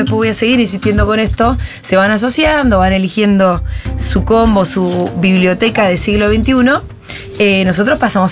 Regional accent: Argentina; Yo soy argentina, amo las Malvinas.

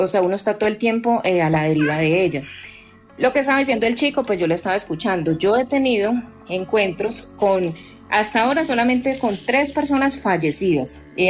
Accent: Magdalena Medio, Colombia; yo soy del Magdalena Medio, allá se usa mucho toldillo por el zancudo.

